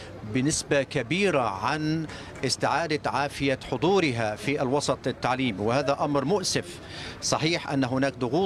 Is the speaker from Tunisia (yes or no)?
no; Palestine; نحن كشعب فلسطيني يعني نعيش في ظل احتلال